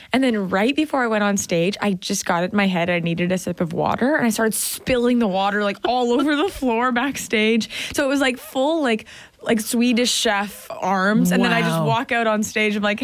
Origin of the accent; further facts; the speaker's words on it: Canada; I'm really lucky because I'm Canadian.